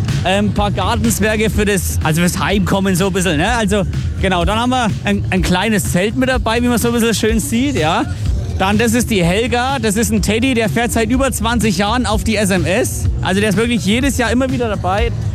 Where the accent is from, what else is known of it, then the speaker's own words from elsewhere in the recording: Bavaria, Germany; Wir kommen aus dem Landkreis Hof.